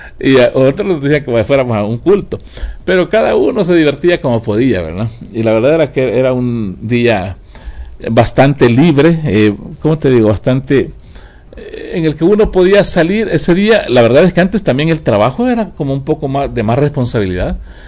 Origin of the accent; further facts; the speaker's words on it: Tiquisate, Escuintla, Guatemala; hablo de Tiquizaya, ¿verdad? Porque yo allá me crié